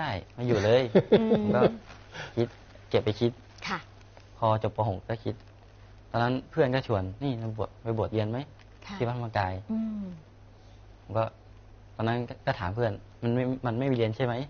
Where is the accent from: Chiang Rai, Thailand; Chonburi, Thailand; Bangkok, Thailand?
Chiang Rai, Thailand; Chiang Saen; ภูมิลำเนาอยู่ที่เชียงเซาเกิดและโตที่นั่นเลยครับ